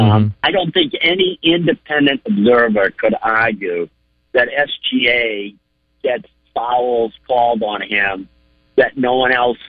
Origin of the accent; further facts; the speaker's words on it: Boston, Massachusetts, United States; I am from Boston, and I hate New York teams.